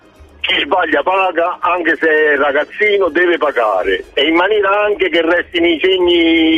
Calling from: Caserta, Campania, Italy; da Caserta.

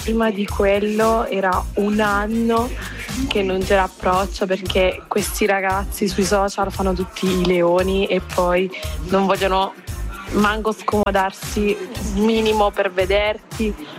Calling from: Apulia, Italy; dalla Puglia. Ho 23 anni

